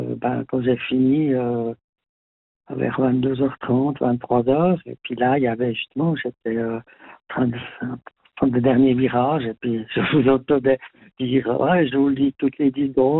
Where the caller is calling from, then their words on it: Vaud, Switzerland; j'habite donc dans un petit village, dans le Gros de Vaud, depuis plus de 50 ans.